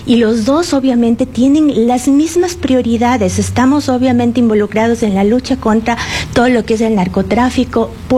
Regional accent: Ecuador

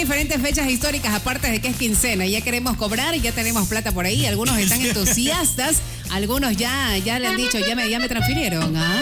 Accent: Ecuador

